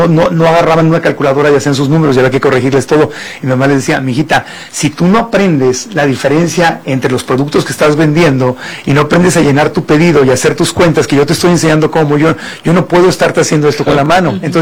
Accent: Tijuana, Baja California, Mexico; yo nací, crecí en Tijuana, le mando un abrazo con mucho cariño a la gente

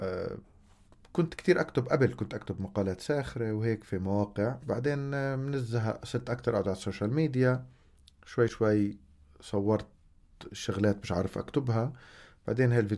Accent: Jerusalem, Palestine; وانه احنا اولاد القدس، وبصير تتصرف accordingly، يعني انه احنا عيب اولاد القدس بيعملوش هيك

